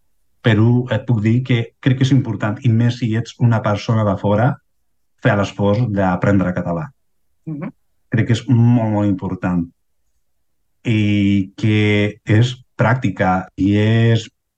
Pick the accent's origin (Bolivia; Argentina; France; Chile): Chile; Catalan is a second language; now in Catalonia, Spain; Jo sé que soc xilè, em sento molt a prop de Catalunya